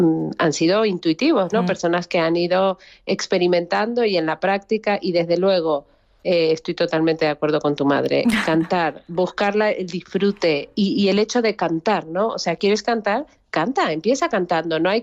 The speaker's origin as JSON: {"language": "Spanish", "country": "Argentina", "moved": "yes", "lives_now": "Spain", "said": "Él también es argentino y nos encontramos aquí en España"}